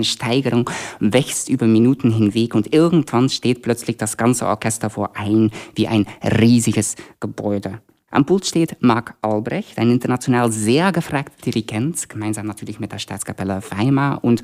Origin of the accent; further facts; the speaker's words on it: Belgium; German is a second language; now in Germany; weil ich komme ursprünglich aus Belgien